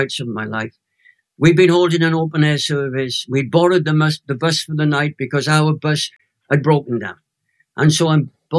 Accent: Crosskeys, Wales, United Kingdom; born or raised there

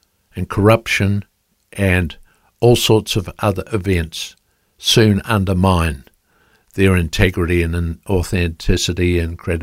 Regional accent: New Zealand; I grew up in New Zealand.

